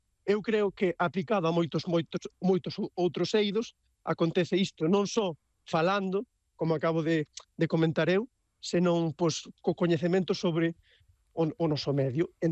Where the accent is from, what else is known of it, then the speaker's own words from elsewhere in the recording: Galicia, Spain; e como galegos temos que aprezalo porque é tamén parte do que somos nós, non?